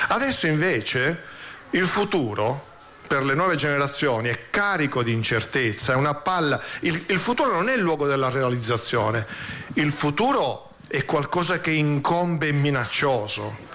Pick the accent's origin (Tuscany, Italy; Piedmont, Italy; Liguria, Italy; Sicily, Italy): Sicily, Italy; io vengo dalla Sicilia, da una famiglia contadina